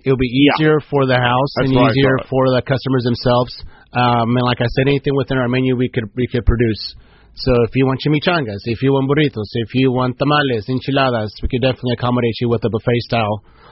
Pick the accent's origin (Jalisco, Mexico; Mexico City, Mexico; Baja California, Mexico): Jalisco, Mexico; moved away; I'm from Jalisco